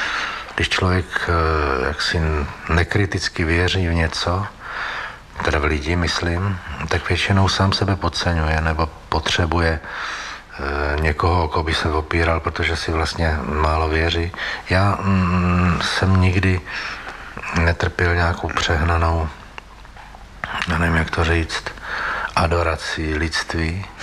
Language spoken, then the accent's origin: Czech; Holice, Pardubice Region, Czechia; Já jsem se narodil v Holicích v Čechách